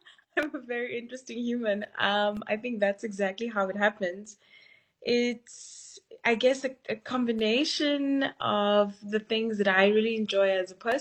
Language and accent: English; South Africa; being somebody of my age, being a South African.